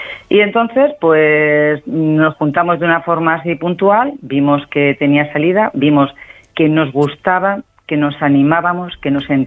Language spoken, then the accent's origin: Spanish; San Cebrián de Mazote, Castile and León, Spain; Y bueno, San Cebrián lo tenía fácil porque es mi pueblo.